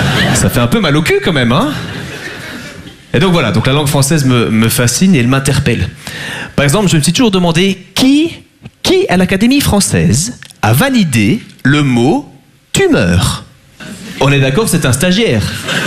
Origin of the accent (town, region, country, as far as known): Belgium